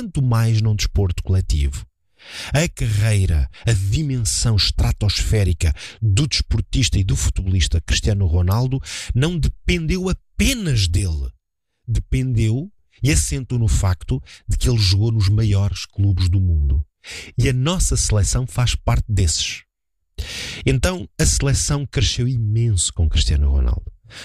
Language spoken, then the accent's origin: Portuguese; Portugal